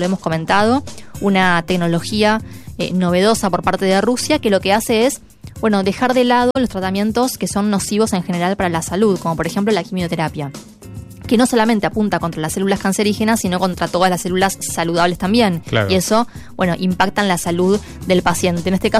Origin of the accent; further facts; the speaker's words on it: Argentina; bien lo sabemos los argentinos